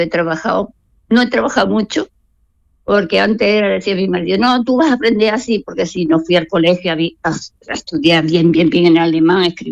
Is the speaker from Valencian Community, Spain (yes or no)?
no; Tarifa, Andalusia, Spain; now in Hamburg, Germany; Ya, claro, tú pensé que yo iba a venir aquí, ya salí de Tarifa de los años 80.